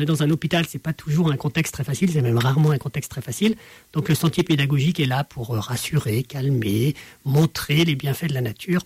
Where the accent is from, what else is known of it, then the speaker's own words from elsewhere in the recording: Auvergne-Rhône-Alpes, France; qui nous impacte tous les jours, notamment chez nous en Isère, dans les secteurs de montagne.